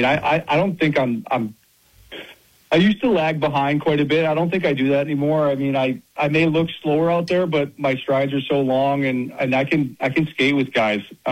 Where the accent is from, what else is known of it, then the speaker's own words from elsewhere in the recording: Detroit, Michigan, United States; we're going to head to Michigan. That's where I'm from. I'm from Detroit.